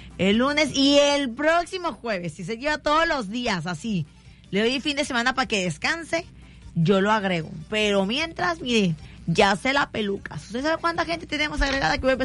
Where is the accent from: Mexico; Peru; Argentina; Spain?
Mexico; Veracruz; born there; also born or lived in Mérida, Mexico; toda mi familia es de aquí, de Veracruz. Pero yo … nací allá en Mérida. Yo, aplauso por favor para Mérida, chulada. Yo nací en Mérida. Toda mi familia es de acá, de Veracruz. Lo fueron a dejarme allá y luego me retacharon.